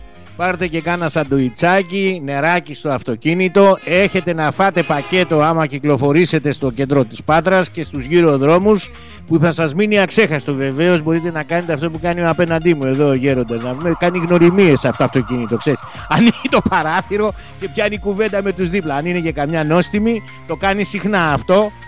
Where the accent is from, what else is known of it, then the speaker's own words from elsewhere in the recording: Nafpaktos, Western Greece, Greece; born there; now in Patras, Greece; Καλημέρα στην Αύπακτο, τη γενέτηρά μου, την αρχόντισσα του Κορινθιακού, την Πανέμορφη.